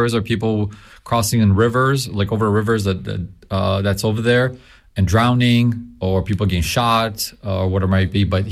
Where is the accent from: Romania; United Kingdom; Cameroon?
Romania; Constanța, Constanța County; now in Ohio, United States; My dad grew up by the Romanian-Hungarian border. Okay. Satu Mare is the name of the city. We grew up all born in Constanța, which is by the Black Sea.